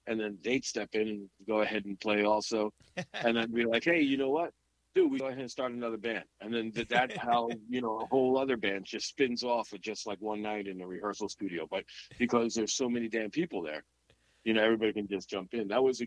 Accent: Jackson Heights, New York, United States; and you know, Corona is like real close also, and you know, we're from Jackson Heights.

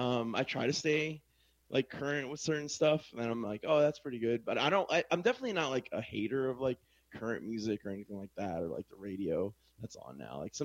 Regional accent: Miami, Florida, United States; I grew up in Miami.

